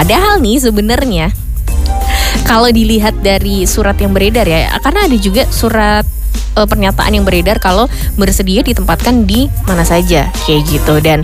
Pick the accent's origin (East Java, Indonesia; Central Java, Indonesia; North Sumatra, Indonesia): Central Java, Indonesia; Semarang; now in Yogyakarta, Indonesia; Kayak misalnya nih, saya aslinya Semarang gitu, walaupun sekarang di Jogja gitu, saya aslinya Semarang